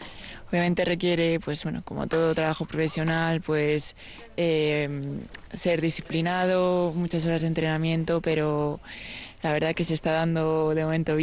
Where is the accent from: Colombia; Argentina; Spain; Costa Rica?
Spain; Soy la única española